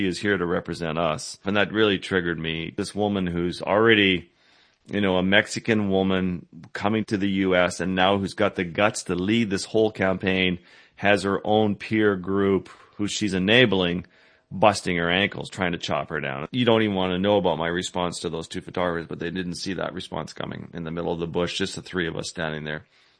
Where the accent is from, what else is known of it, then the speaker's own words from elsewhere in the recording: Ireland; being the Irish ADHD guy